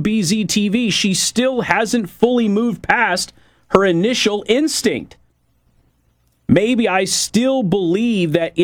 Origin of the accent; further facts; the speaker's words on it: Las Vegas, Nevada, United States; My hometown of Las Vegas